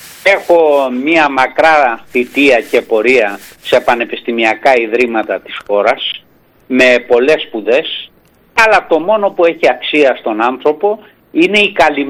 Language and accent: Greek; Corfu, Ionian Islands, Greece; Και αν δεν ήμουν κερκυραίος, θα ήθελα να ήμουν ζακυνθινός.